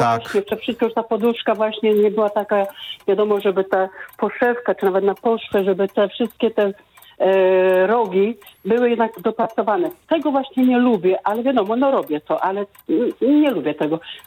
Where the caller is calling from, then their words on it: Polkowice, Lower Silesian Voivodeship, Poland; Dzwonię z Polkowic.